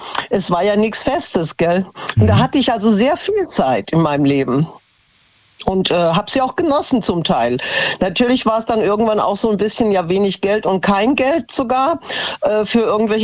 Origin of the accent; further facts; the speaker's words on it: Hesse, Germany; eine Frau kannte ich schon früher von Hessen, wo ich herkomme.